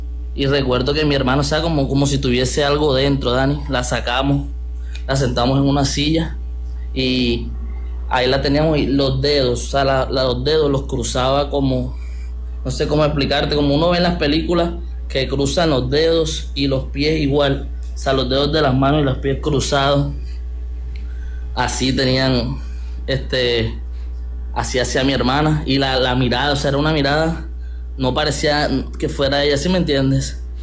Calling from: Barranquilla, Atlántico, Colombia; Yo soy de acá, de Barranquilla.

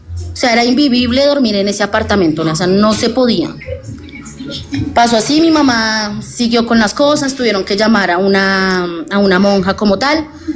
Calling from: Bogotá, Colombia

